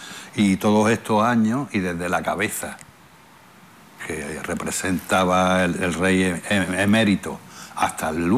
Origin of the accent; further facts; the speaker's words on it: Spain; representan a cómo somos los españoles